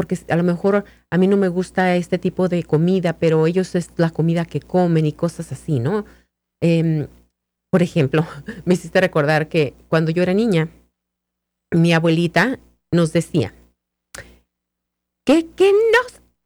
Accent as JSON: {"language": "Spanish", "country": "Mexico", "moved": "yes", "said": "vas allá y dices, bueno, somos todos mexicanos"}